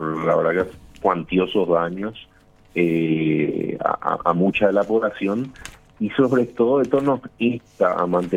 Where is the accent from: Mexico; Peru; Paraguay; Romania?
Paraguay; Luque, Central; yo, por ejemplo, soy de Luque